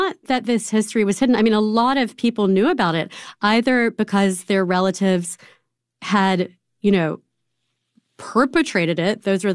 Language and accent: English; Wilmington, North Carolina, United States; I was born in Wilmington in 1980. And yes, in 2016, I was 36.